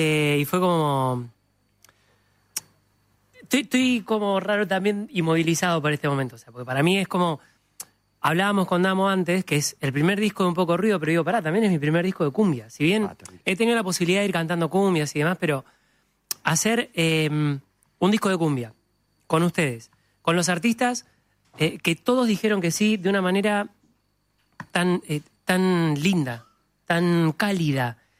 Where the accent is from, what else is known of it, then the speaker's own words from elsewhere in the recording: Argentina; por lo que significa la cumbia como argentino